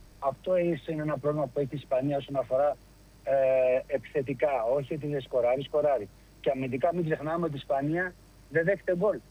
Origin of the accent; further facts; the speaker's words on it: Greece; για μας σαν Έλληνες